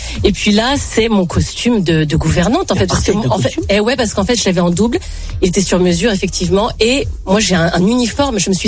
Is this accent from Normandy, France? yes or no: no; Brittany, France; Je suis pas bretonne pour rien.